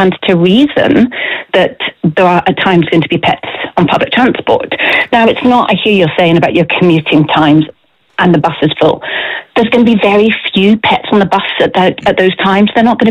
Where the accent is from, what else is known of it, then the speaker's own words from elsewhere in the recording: Scotland, United Kingdom; now in Ireland; I'm from Scotland. I've lived in Ireland 6 years.